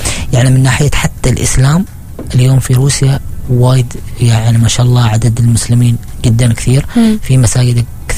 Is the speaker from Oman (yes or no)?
yes; Oman; يعني الهوية العمانية كانية نقلتها هناك.